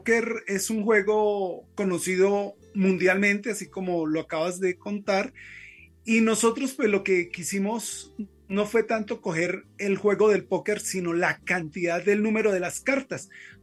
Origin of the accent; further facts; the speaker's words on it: Boyacá, Colombia; now in Duitama, Colombia; Soy boyacense de pura raza. Amo a mi tierra como a mi mamá. Siempre de abrigo llevo una ruana. … Y a todos saludo. Desde Duitama, capital cívica de Boyacá.